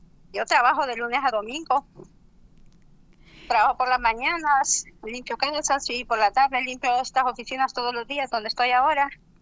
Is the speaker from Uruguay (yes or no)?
no; Tegucigalpa, Francisco Morazán, Honduras; moved away as an adult; also born or lived in El Corpus, Choluteca; Yo nací en el Corpus, pero viví 50 años en Tegucigalpa. Llegué como de 2 años, 2 años y medio. Y pues amo Tegucigalpa, como que hubiera nacido ahí.